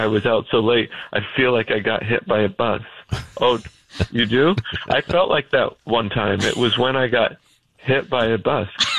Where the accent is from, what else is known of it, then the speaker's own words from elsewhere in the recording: Idaho, United States; moved away as an adult; also born or lived in Utah / New York City / Boston; I grew up in Idaho. It was just I went to college in Utah, and Salt Lake City's really the closest major city to where I'm from.